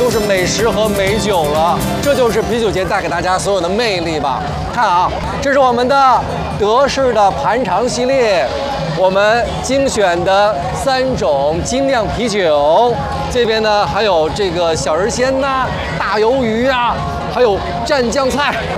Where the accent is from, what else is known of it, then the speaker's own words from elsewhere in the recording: Heilongjiang, China; 咱们黑龙江人